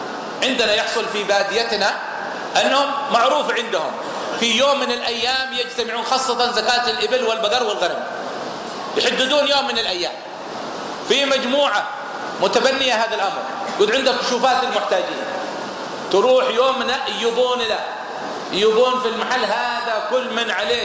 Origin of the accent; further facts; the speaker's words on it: Yemen; عندنا في اليمن